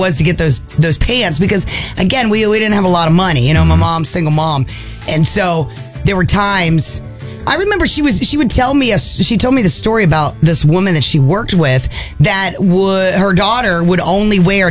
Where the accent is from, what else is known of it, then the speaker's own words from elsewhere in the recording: Bronx, New York, United States; How about that? I'm from the Bronx.